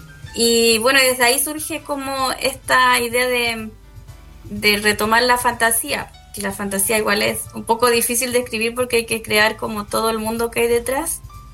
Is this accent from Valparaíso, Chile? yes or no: yes; Valparaíso, Chile; also born or lived in Coquimbo; yo soy de Valparaíso, pero mi papá, mis abuelos, mis tíos, mis primos son todos de Coquimbo. Entonces, me crié, yo creo que todos los veranos en Guanaqueros, en Coquimbo, entonces hay una relación muy cercana con la ciudad.